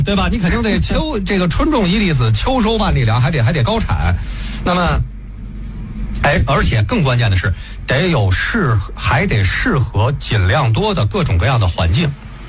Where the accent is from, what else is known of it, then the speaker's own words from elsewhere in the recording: China; 我们中国人